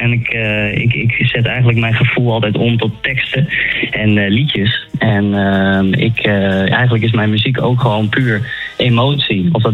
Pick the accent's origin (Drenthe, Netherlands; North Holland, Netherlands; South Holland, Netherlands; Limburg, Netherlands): Drenthe, Netherlands; Ik denk dat ik ben een echte Drent